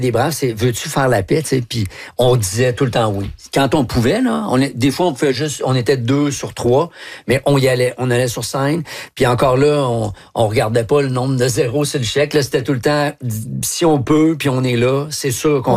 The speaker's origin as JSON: {"language": "French", "region": "Quebec", "country": "Canada", "said": "moi, je viens du Québec, mes parents viennent de la Côte-Nord"}